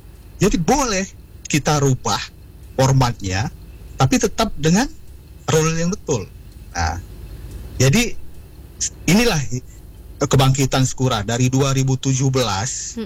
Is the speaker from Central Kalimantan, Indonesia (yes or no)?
no; Canggu, Lampung, Indonesia; Misalnya saya dari Pekon Canggu, saya bawa bendera. Nama kami itu ada dikenal dengan HRK Canggu.